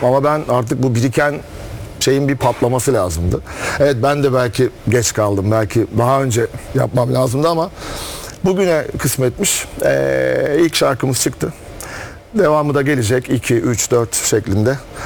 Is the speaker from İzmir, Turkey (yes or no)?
no; Biga, Çanakkale, Turkey; born there; Ben Çanakkale Biga doğumluyum. Biga'da o zamanlar gitar alınacak bir mağaza falan yok.